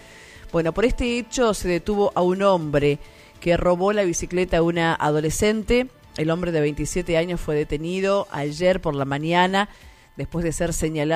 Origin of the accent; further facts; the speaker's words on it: Argentina; todos como argentinos